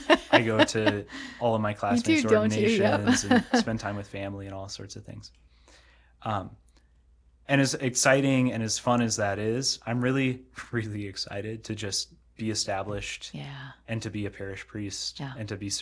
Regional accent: Eden, United States; moved away; My first Sunday Mass was at home in Eden, my home parish, Sacred Heart.

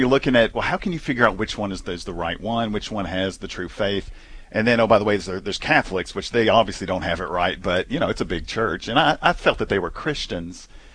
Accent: Nashville, Tennessee, United States; also born or lived in Memphis, Tennessee; I'm actually a convert to the church. I was born in Memphis, Tennessee, and raised in Nashville, and was a member of the Church of Christ, the Churches of Christ.

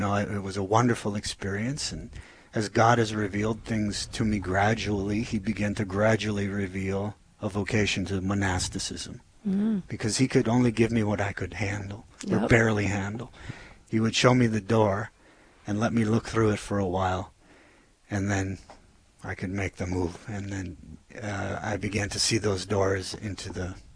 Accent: Bismarck, North Dakota, United States; I grew up in Bismarck.

